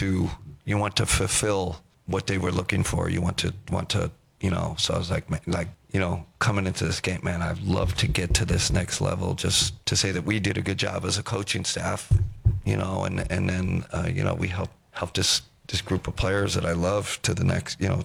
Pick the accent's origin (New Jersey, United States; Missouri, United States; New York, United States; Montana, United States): New York, United States; I'm a New Yorker going back to the Garden, like work for the Knicks.